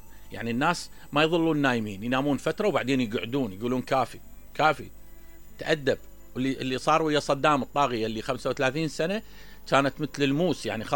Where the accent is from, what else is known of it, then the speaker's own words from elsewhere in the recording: Iraq; احنا كعراقيين